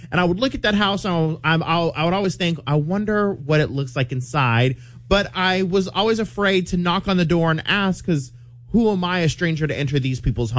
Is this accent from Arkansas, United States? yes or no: no; Hobbs, New Mexico, United States; moved away; Yes, I was born in Hobbs, New Mexico, and the first house I remember growing up in was on a street named Brecken Street.